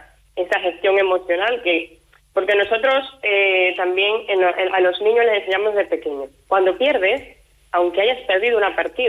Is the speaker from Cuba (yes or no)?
yes; Cuba; now in La Rioja, Spain; Sí, yo salí de Cuba sola. O sea, llegué aquí prácticamente por agrupación familiar, ¿vale? Mi esposo es español.